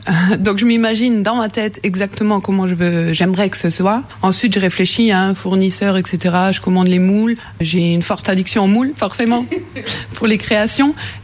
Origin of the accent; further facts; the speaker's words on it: Sarreguemines, Grand Est, France; nous, on est originaires de Sarreguemines tous les deux. Donc, je voulais déjà que ce soit dans notre ville de naissance.